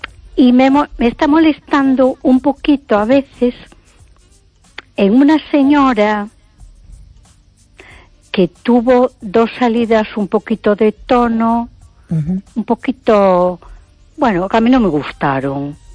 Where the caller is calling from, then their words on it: A Coruña, Galicia, Spain; de Coruña.